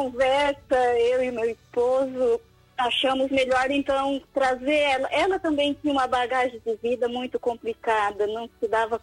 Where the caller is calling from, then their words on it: Araranguá, Santa Catarina, Brazil; De Araranguá, Santa Catarina.